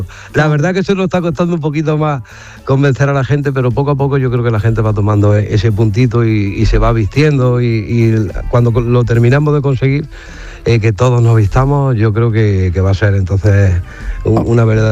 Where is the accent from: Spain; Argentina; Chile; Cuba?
Spain; Baños de la Encina, Andalusia; Baños de la Encina, con mi pueblo.